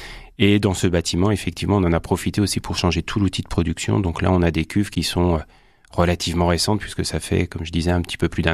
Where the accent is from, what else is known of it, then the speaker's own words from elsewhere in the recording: Saint-Pompain, Nouvelle-Aquitaine, France; je suis originaire de la région puisque je suis issu de Saint-Pompin, un petit village à côté de Coulon-sur-le-Tize